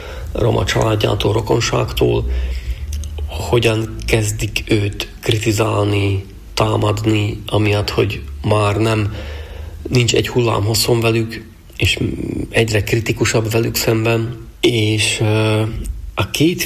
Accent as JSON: {"language": "Hungarian", "country": "Slovakia", "said": "Van egy magyar nemzetiségünk, és van egy szlovák állampolgárságunk. Szlovákiában kisebbségként élünk, de hát megyünk Magyarországra, ott meg külhoniak vagyunk."}